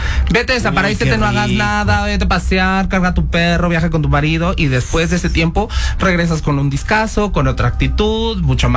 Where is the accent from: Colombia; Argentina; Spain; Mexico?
Mexico; San Cristóbal de las Casas, Chiapas; Yo viví en mi pueblo, Deli, allá en San Cristóbal de las Casas.